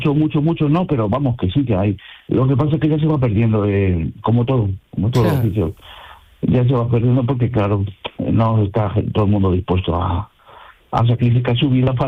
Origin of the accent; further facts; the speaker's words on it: Salamanca, Castile and León, Spain; now in La Línea de la Concepción, Spain; Yo soy de Salamanca.